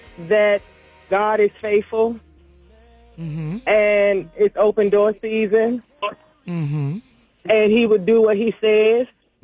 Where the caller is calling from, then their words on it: Washington, District of Columbia, United States; I'm calling from Washington, D.C.